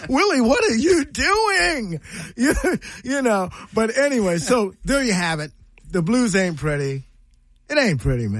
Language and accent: English; Marion, Ohio, United States; born there; now in Columbus, United States; my blues got to come from the Rust Belt and some cornfields outside of Marion, Ohio.